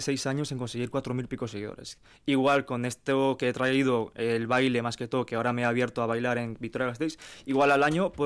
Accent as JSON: {"language": "Spanish", "country": "Peru", "said": "Y al fin y al cabo, pues, a mí, mi profesor, como en Perú es muy estricto, ¿sabes?"}